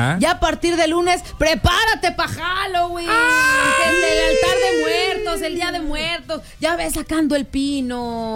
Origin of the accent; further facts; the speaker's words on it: Comarca Lagunera, Mexico; somos mexicanos, somos laguneros, somos comarca.